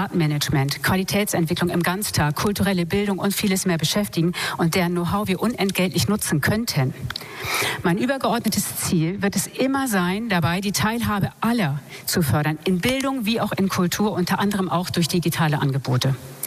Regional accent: Lübeck, Schleswig-Holstein, Germany; born or raised there

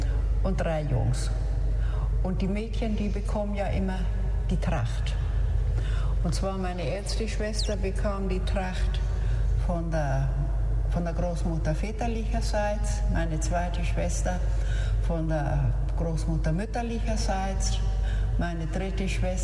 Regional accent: Süderende, Schleswig-Holstein, Germany; Ich bin im Jahre 1939 in Süderende geboren und habe da auch, bis ich dann 15 war, habe ich da gewohnt, gelebt auf dem Bauernhof.

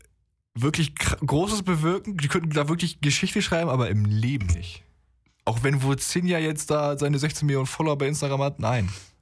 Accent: Germany; first language German; Bruder, ich bin Deutscher. So, es ist meine Muttersprache.

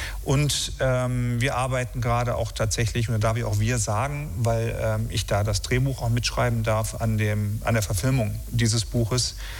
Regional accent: North Rhine-Westphalia, Germany; also born or lived in Tönning; Also mit 6 bin ich sozusagen von meinen Eltern verschleppt worden ins Ruhrgebiet, weil mein Vater dort einen neuen Job bekommen hat. Bin also letztlich sozialisiert worden, dann doch im Großen und Ganzen im Ruhrgebiet.

